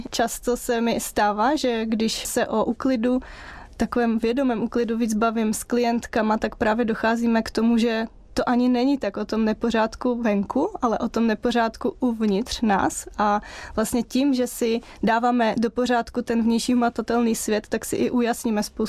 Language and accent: Czech; Slovakia; Já mám 4 ségry a vždycky jsme dělali sobotné upratování, my jsme Slováci.